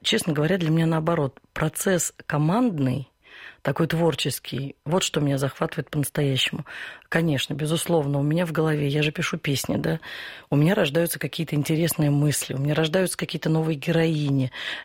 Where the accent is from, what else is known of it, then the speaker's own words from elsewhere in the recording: Russia; born there; Я родилась в России, понимаешь?